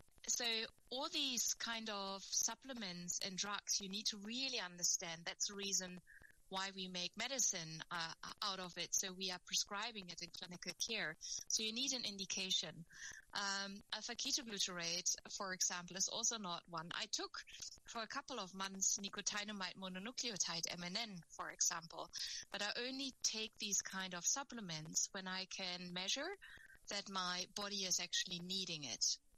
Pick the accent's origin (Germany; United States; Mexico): Germany; English is a second language; I am originally German, but I'm calling in from the N